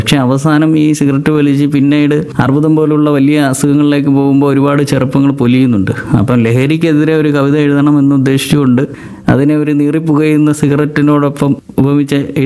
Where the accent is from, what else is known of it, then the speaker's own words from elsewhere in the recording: Thamarakulam, Kerala, India; also born or lived in Tamil Nadu; now in Anchalumoodu, India; അമ്മയുടെ സ്ഥലം നാഗർകോവിലാണ്, ഞാൻ ജനിച്ചത് തമിഴ്നാട്ടിലാണ്. എങ്കിലും ഞാനിവിടെ കൊല്ലത്ത് താമരക്കുളം സ്വദേശിയാണ്. നിലവിൽ ഞാൻ താമസിക്കുന്നത് അഞ്ചാലുംമൂടാണ്.